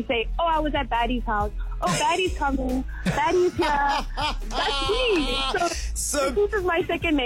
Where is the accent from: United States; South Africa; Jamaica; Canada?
South Africa; Cape Town, Western Cape; born there; now in Johannesburg, South Africa; Yes, I was born in Cape Town, but I am living in Joburg right now, and I teach dancing here in Joburg, yes.